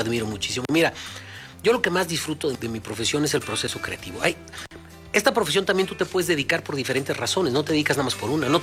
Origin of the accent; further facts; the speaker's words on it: Mexico; el hilo conductor son los usos y costumbres de cómo somos los mexicanos.